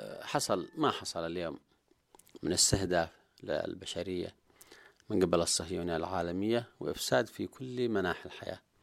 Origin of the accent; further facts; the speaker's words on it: Yemen; نحن كشعب يمني